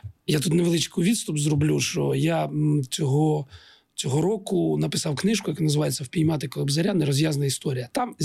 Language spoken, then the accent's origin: Ukrainian; Donbas, Ukraine; born there; moved away; also born or lived in north-east Ukraine; я східняк. Я східняк. І хоча я народився на півночі сходу, моя молодість прийшла на Донбасі. Я східняк по суті. Я дуже люблю цей край.